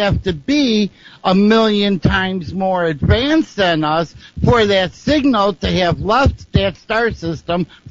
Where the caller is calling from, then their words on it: Niagara Falls, New York, United States; Okay, I'm calling from Niagara Falls, New York.